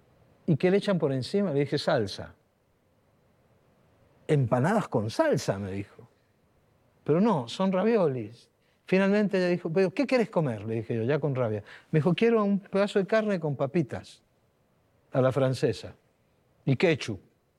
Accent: Italy; A mí me encanta cocinarme a mí solo, como buen italiano.

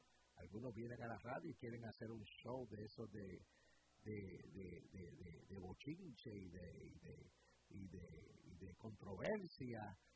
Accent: Puerto Rico; now in United States; nos los había profetizado el Señor desde que salí en el año 1988 de Puerto Rico, pero nos enfocamos solamente en la ciudad de Nueva York

